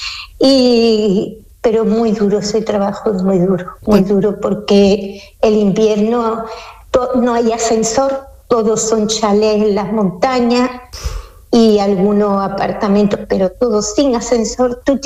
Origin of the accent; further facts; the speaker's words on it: Seville, Andalusia, Spain; now in Switzerland; Ah, pues yo soy de Sevilla, de la calle Federico Sánchez Bedoya, del Postigo.